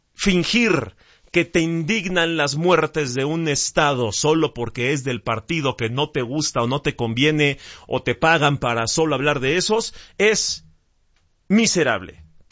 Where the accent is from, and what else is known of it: Mexico